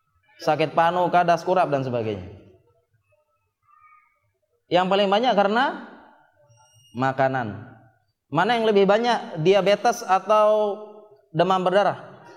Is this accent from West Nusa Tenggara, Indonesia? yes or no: yes; Lombok, West Nusa Tenggara, Indonesia; moved away; Ke Lombok, tempat dasar daerah asal saya.